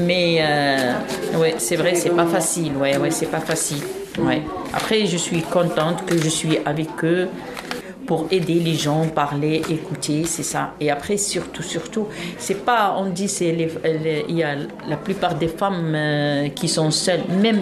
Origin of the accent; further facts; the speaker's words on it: Algeria; French is a second language; Oui. Moi, je suis algérienne.